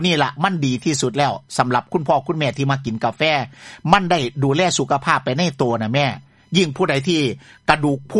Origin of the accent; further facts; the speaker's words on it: Isan, Thailand; accent: Isan; also born or lived in Southern Thailand; เราเนี่ยพูดภาษาอีสาน